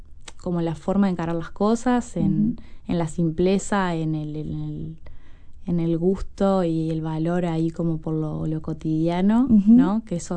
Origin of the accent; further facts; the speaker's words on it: Canelones, Uruguay; yo soy de Canelones.